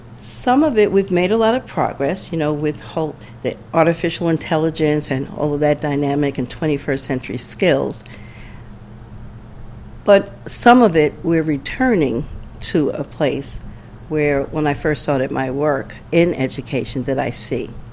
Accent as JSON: {"language": "English", "region": "New York", "country": "United States", "also_born_or_lived": "Florida", "said": "I'm originally from New York. I returned there at the onset of the pandemic, which is the opposite of what everyone else did. I spent 20 years in Florida"}